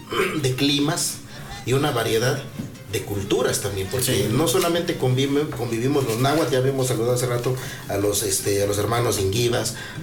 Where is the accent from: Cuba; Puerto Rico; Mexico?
Mexico; San José Miahuatlán, Puebla; Está la parte baja de donde yo soy, San José Miahuatlán